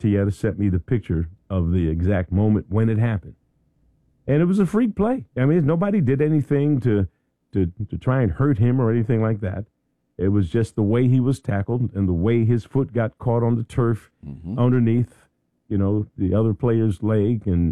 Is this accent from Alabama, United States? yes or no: no; Philadelphia, Pennsylvania, United States; moved away; I'm from Philly.